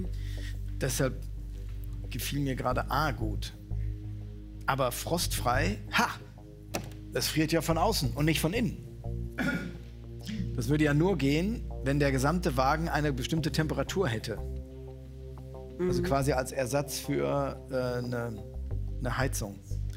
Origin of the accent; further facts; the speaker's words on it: Rhineland, Germany; Das ist jetzt auch ein schwerer, also als Rheinländer